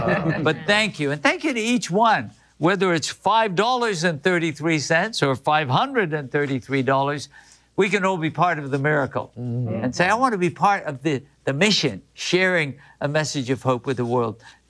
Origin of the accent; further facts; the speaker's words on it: England, United Kingdom; Okay, that's what we called elementary school where I grew up in England, primary school.